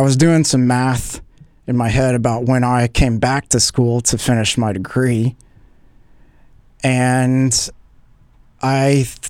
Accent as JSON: {"language": "English", "town": "Columbia", "region": "South Carolina", "country": "United States", "tie": "born or raised there", "said": "I've always thought that about my hometown of Columbia."}